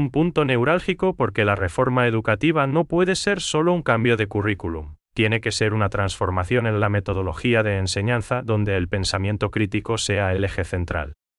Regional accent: Paraguay; nuestra identidad como paraguayos

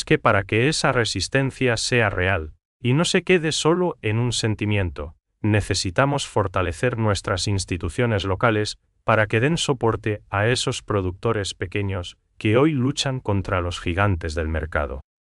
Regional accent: Paraguay; nosotros como paraguayos

